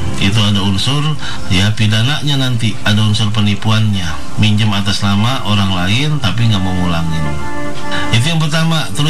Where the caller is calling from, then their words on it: Bekasi, West Java, Indonesia; Sejuk di hati, sejuk hatiku. Saya dari Bekasi.